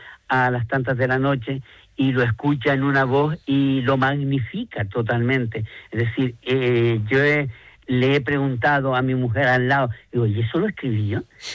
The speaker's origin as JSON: {"language": "Spanish", "region": "Canary Islands", "country": "Spain", "said": "nada como lo de celebrar que somos canarios, porque la romería es celebrar que somos canarios, celebrar que somos Gran Canario"}